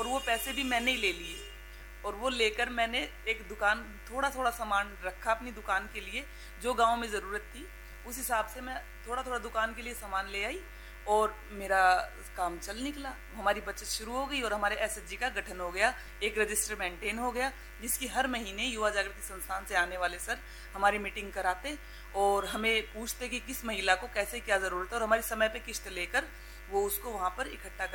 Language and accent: Hindi; Bansur, Rajasthan, India; मैं ग्राम आलमपुर बांसुर अलवर की निवासी हूँ।